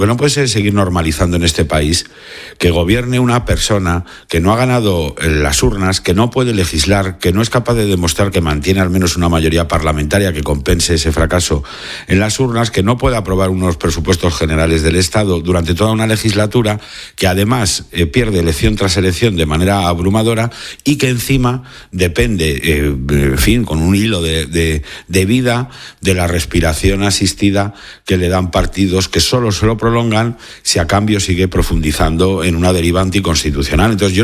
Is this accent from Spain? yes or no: yes; Spain; Y luego ya como español